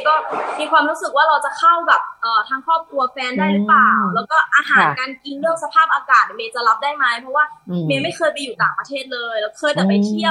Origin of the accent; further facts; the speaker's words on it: Sukhothai, Thailand; moved away; also born or lived in Bangkok; เติบโตมาที่สุโขทัยค่ะอยู่กับคุณยาย